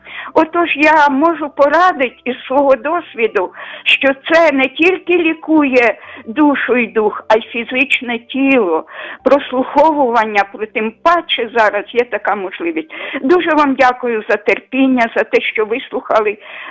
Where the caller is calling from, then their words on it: Kyiv, Ukraine; Я зараз телефоную з Києва.